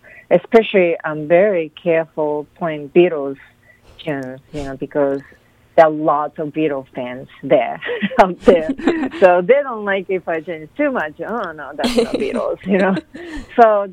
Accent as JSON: {"language": "English", "country": "Japan", "moved": "as an adult", "lives_now": "Boston, United States", "said": "I'm originally from Japan."}